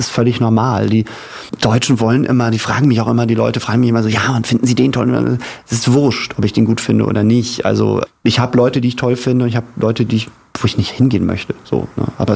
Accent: Hamburg, Germany

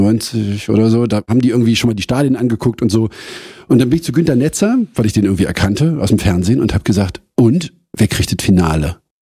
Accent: Berlin, Germany; Ja, also ich war 7, als die Mauer fiel. Und ich bin davor in der Stargarder Straße aufgewachsen.

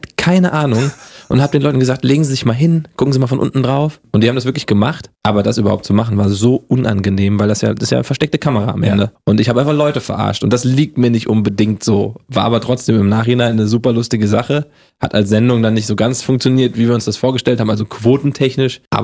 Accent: Hesse, Germany; accent: Hessian; Das Hessisch abtrainieren, komme ich aus Hessen, da hatte ich so diesen Dialekt leicht drauf, der wurde mir abtrainiert.

